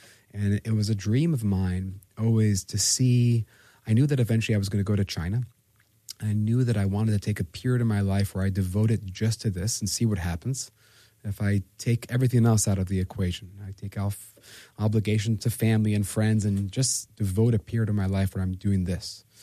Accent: Jerusalem, Jerusalem District, Israel; And I trained with with a grand master of my style where I grew up with in Jerusalem

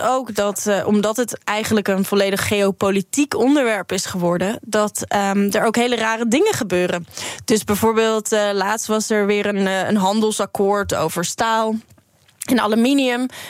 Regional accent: Zeeland, Netherlands; ik kom uit Zeeland, maar ik heb ook op een heel christelijke basisschool gezeten.

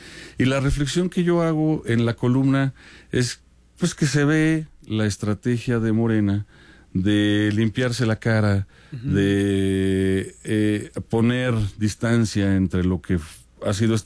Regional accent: State of Mexico, Mexico; also born or lived in Culiacán, Sinaloa; mis hermanos, yo ya somos mexiquenses, ya crecimos acá.

